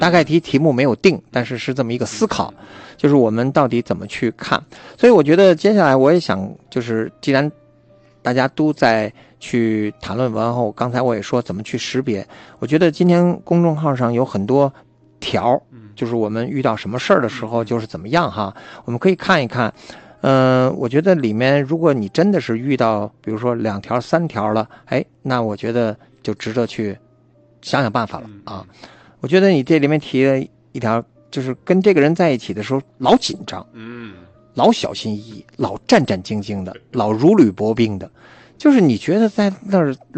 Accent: Beijing, China; 我们北京话有个叫挤得你，打压你，

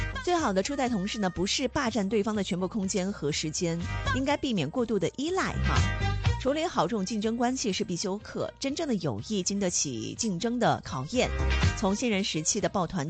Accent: Guiyang, Guizhou, China; moved away as an adult; now in Haikou, China; 我从我的老家贵州贵阳离开了，然后来到了海口，

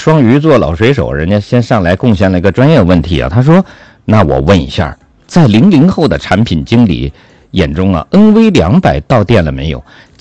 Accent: Hubei, China; accent: Hubei dialect; 就是用我们湖北话

